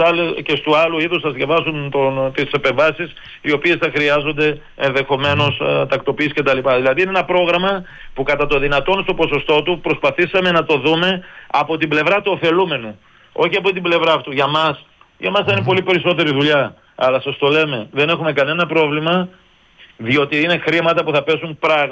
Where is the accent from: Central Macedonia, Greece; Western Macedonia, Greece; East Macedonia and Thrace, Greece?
Western Macedonia, Greece; Pontokomi; εγώ προσωπικά είμαι από λιγνητική περιοχή, κατάγομαι από την Ποντοκόμη Κοζάνη